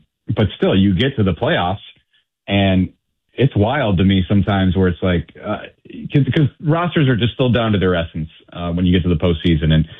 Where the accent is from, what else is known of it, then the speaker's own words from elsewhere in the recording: Cleveland, Ohio, United States; And I grew up in Cleveland, and I see like the difficulty of trying to keep up with the Joneses.